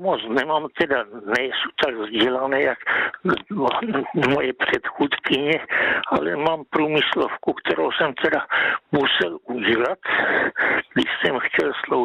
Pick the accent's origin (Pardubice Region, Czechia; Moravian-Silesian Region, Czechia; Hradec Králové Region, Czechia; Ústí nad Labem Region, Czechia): Moravian-Silesian Region, Czechia; Ostrava; já od mládí jsem byl jako v Ostravě